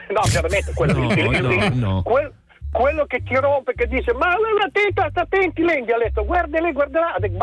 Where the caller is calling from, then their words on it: Bologna, Emilia-Romagna, Italy; sono di Bologna, ghignare vuol dire divertirmi.